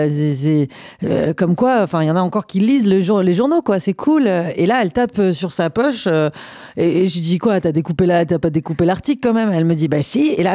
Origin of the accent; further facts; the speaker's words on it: Marseille, Provence-Alpes-Côte d'Azur, France; born there; En tout cas, moi, je suis née à Marseille. C'est une ville qui fait partie de mon identité